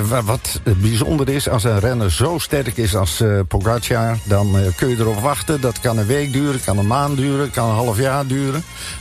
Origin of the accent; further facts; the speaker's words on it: Netherlands; wij als Nederlanders